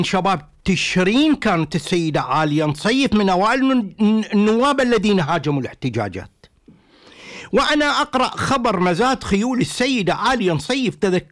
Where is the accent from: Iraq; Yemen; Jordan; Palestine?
Iraq; Southern Iraq; إحنا الشماهي عندنا بالجنوب هو أصغر أنواع السمك،